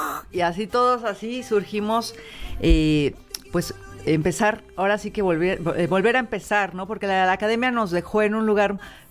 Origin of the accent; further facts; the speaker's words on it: Mexico City, Mexico; born there; moved away; also born or lived in United States; he sido inmigrante, he sido también nacida en la Ciudad de México...